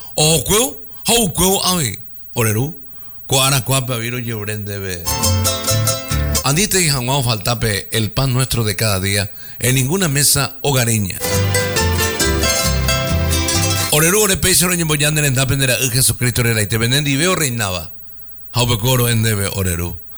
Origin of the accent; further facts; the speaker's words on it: Paraguay; lo que también somos capaces los paraguayos